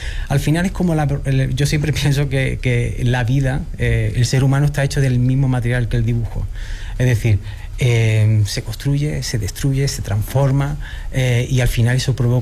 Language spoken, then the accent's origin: Spanish; Málaga, Andalusia, Spain; la identidad de de donde vengo, es decir, de Málaga, España, hacia México, ¿no?